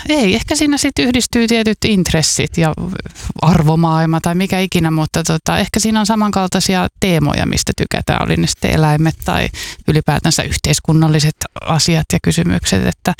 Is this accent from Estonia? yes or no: yes; Estonia; now in Helsinki, Finland; me ollaan kummakin Virolta kotoisin. asuttiin täällä Helsingissä